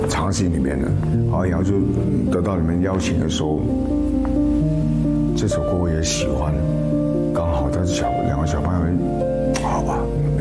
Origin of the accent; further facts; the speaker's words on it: Guangdong, China; 但那个就是我们广东人父与子的一种连接吧。